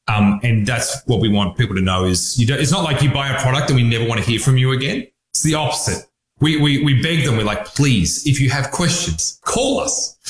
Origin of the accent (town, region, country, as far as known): Australia